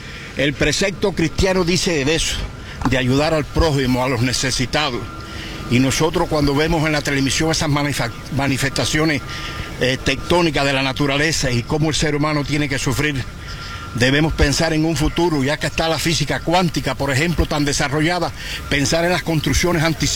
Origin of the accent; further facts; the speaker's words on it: Cuba; Se siente que nuestra idiosincrasia, al margen de la política, siempre ha sido ayudarnos. Tiene Cuba la fama de las peores circunstancias, compartir la comida, compartir el café, los mandados, la leña para cocinar.